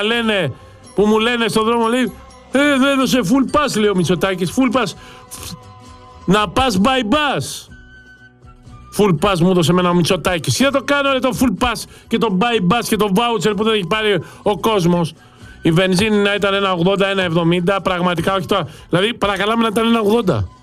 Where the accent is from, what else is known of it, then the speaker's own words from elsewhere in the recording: Greece; Την Ελλάδα μας, τη χώρα μας. Την πατρίδα μου.